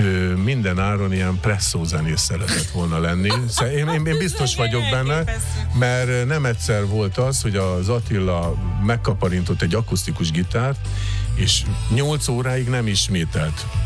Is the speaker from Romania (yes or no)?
no; Budapest, Hungary; Jó, azért hozzáteszem, hogy csepeliek vagyunk